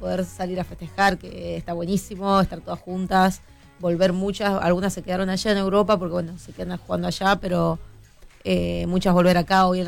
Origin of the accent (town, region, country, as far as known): Tucumán, Argentina